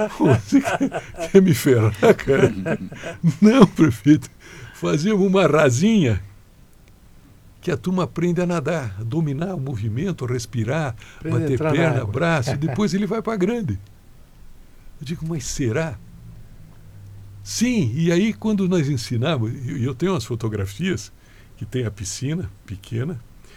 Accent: Urussanga, Santa Catarina, Brazil; É a minha terra natal.

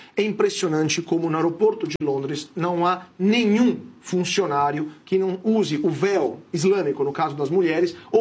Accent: Italy; moved away; o meu país, a Itália, né, de onde eu venho

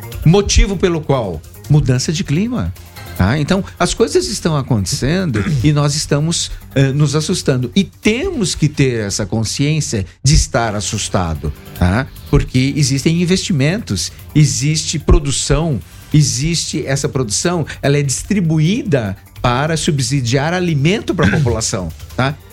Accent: São Paulo, Brazil; essa sua lembrança me fez lembrar a lembrança da minha infância em São Paulo, tá?

